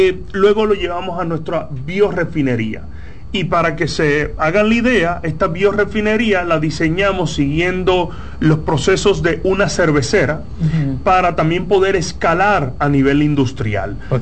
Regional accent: Dominican Republic; quizá ya lo notaron un poco en mi acento. Trato de ser diplomático, pero soy dominicano.

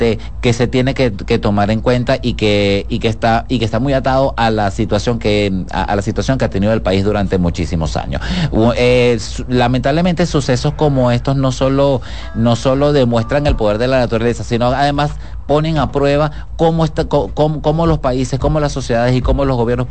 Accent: Caracas, Capital District, Venezuela; moved away; Yo soy de San Bernardino, San Bernardino, que queda en el centro de Caracas

